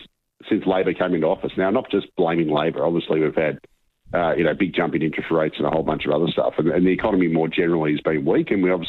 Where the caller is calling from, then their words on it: Melbourne, Victoria, Australia; Now I'm calling you from Victoria or from Melbourne in particular, and down here we probably have the most incompetent state government in the country.